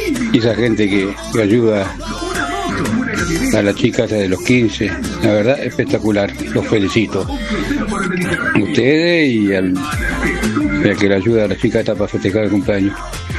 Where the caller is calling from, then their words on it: Pilar, Buenos Aires Province, Argentina; Buen día, don Mancini. … de Pilar. Siempre escuchando Continental.